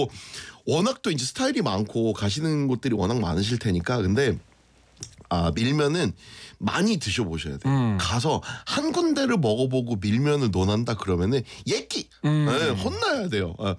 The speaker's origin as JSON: {"language": "Korean", "region": "Seoul", "country": "South Korea", "accent": "Seoul speech", "said": "저는 사투리를 잘 못하니까 예. 저 거기 가서도 계속 서울말을 썼을 거 아니에요."}